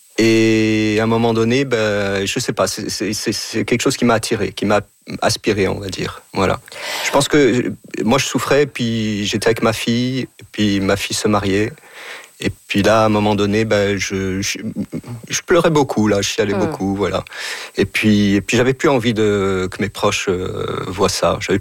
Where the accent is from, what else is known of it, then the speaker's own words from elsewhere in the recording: France; Je suis arrivé hier de France.